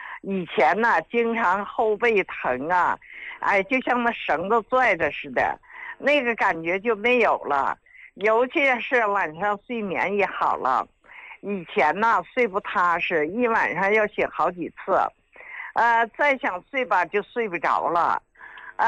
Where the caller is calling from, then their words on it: Shenyang, Liaoning, China; 我家是沈阳的。